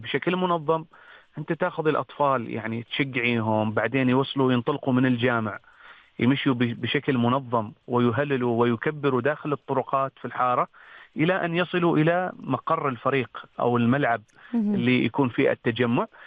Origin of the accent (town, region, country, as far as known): Muscat, Muscat Governorate, Oman